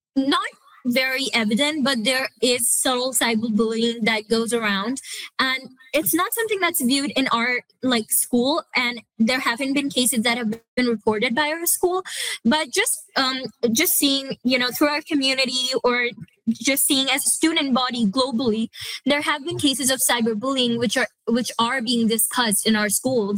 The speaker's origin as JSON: {"language": "English", "town": "Saskatoon", "region": "Saskatchewan", "country": "Canada", "said": "I'm from Saskatoon, so I come from a large public school from a city."}